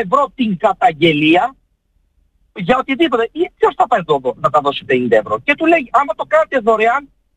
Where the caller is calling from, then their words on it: Western Greece, Greece; είμαι από την Ηλία.